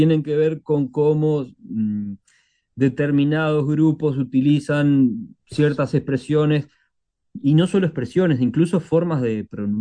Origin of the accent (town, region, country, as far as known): Uruguay